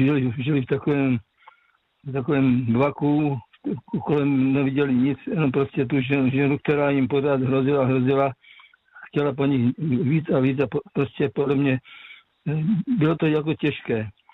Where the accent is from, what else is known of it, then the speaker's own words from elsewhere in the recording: South Moravian Region, Czechia; now in Kopřivnice, Czechia; Já pocházím z Moravského Slovácka, to jsem říkal několikrát